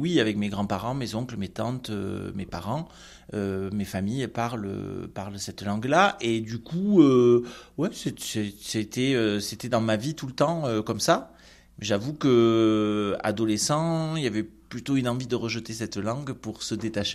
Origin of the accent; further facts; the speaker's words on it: Occitanie, France; first language Occitan; Bah oui, je suis originaire de l'Asvinal. Mon tout premier contact, je suis incapable de vous le dire, parce que comme c'est ma langue maternelle, enfin en tout cas une de mes langues maternelles, c'est depuis toujours.